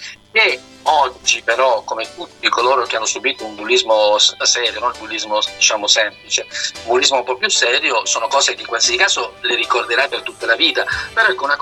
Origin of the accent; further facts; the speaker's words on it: Brindisi, Apulia, Italy; born there; now in Bari, Italy; Sono nato a Brindisi